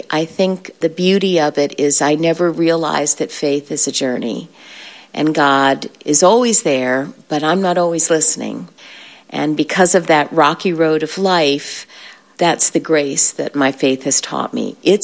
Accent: Brazil; My mom is retired now. She was a missionary overseas. I grew up in Brazil.

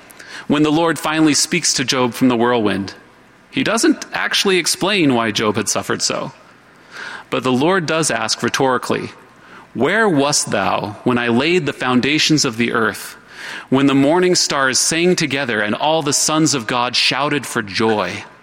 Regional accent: St. Johns, Arizona, United States; my hometown of St. John's, Arizona.

